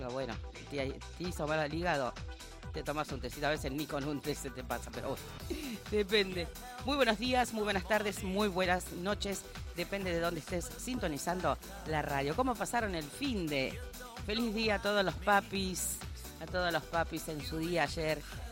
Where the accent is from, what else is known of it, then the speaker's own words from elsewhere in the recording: Argentina; somos recabuleros los argentinos